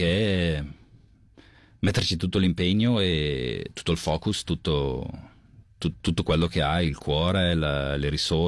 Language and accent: Italian; Brescia, Lombardy, Italy; io sono di Brescia